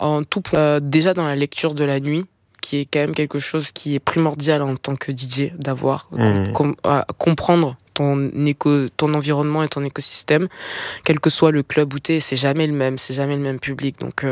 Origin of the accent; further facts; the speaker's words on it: Cameroon; now in France; Quand j'étais jeune, je vivais au Cameroun. C'est pas pareil.